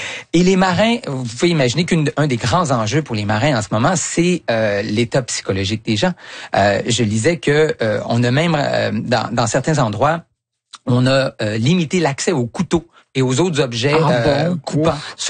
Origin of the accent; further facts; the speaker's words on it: Canada; En fait, avant le conflit, on pouvait même, en tant que Canadien, y aller sans visa.